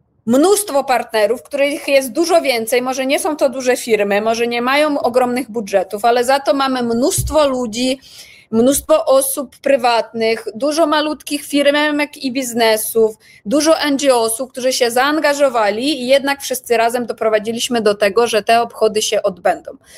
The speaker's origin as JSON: {"language": "Polish", "country": "Ukraine", "moved": "yes", "lives_now": "Poland", "said": "jako Ukraińcy przede wszystkim mieszkający w Polsce"}